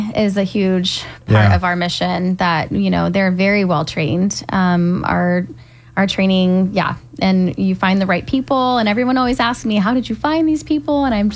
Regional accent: California, United States; moved away as an adult; now in Ohio, United States; I'm from California. And then we moved out to Ohio 4 years ago in 2022.

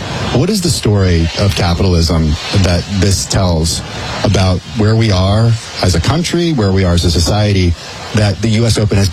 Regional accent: California, United States; as a Californian

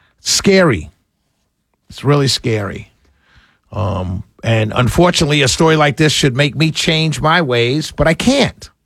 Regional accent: New York, United States; And so if I grew up in Harlem, New York.

